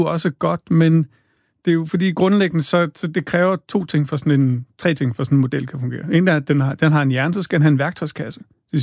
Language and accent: Danish; Odense, Region of Southern Denmark, Denmark; Jeg er fra Odense, kan du høre det synge?